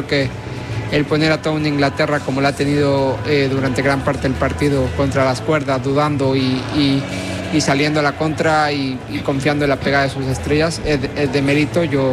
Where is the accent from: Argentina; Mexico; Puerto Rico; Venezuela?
Mexico; Creo que eso como mexicano me da mucho orgullo y creo que eso es bonito y siempre orgulloso de mi selección